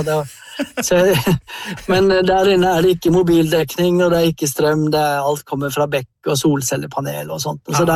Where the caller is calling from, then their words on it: Stord, Vestland, Norway; Ja, da kommer jeg fra Stord.